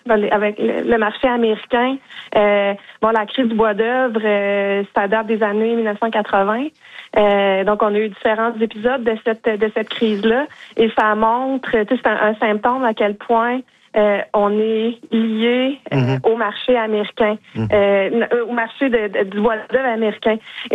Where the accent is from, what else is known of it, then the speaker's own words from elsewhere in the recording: Quebec, Canada; je suis québécoise